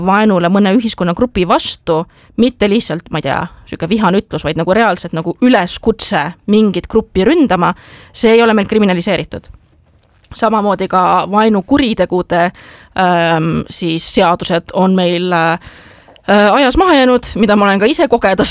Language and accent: Estonian; Tallinn, Harju County, Estonia; mina olen Tallinnast ja Tallinna poliitik